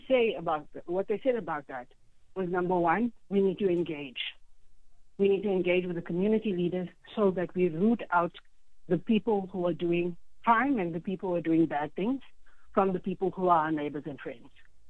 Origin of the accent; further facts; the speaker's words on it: Johannesburg, Gauteng, South Africa; I come from El Dorado Park.